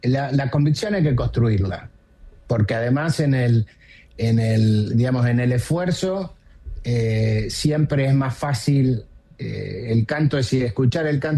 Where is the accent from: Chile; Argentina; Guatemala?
Argentina; Nosotros somos empresarios que vivimos, nacimos, fuimos criados y vivimos en la Argentina, con nuestra familia en Argentina.